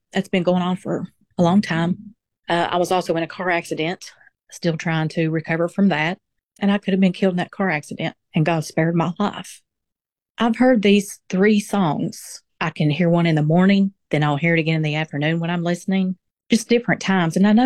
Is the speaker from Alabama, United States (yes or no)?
no; Bristol, Tennessee, United States; I'm from Bristol, Tennessee.